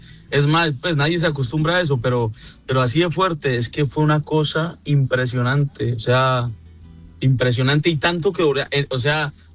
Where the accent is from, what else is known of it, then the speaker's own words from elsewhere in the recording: Bucaramanga, Santander, Colombia; Yo soy de Bucaramanga, y Bucaramanga es de las tierras donde más tiembla, Kike.